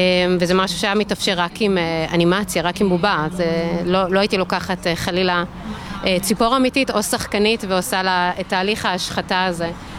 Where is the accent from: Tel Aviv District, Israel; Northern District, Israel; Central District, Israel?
Northern District, Israel; Mitzpe Amuka; אני גדלתי כאן 2 מטר מפה במצפה עמוקה. אני בעצם מהגליל, והגליל מבחינתי זה בית. אין בית אחר בעולם חוץ מהגליל העליון, וזה נוף ילדותי